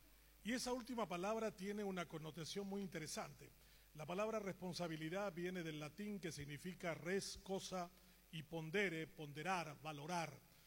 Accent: Paraguay; ni como paraguayos y menos aún como católicos.

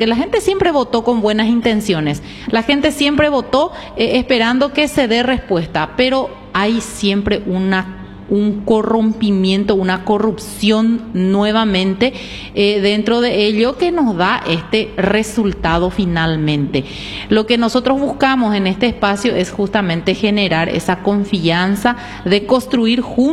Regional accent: Paraguay; que es lo que necesitamos ya como paraguayos

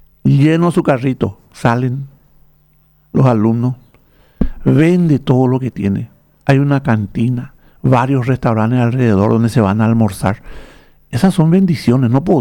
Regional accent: Paraguay; paraguayos somos gente cordial, somos gente amable. Y lo que me queda es mi terrible vergüenza como paraguayo

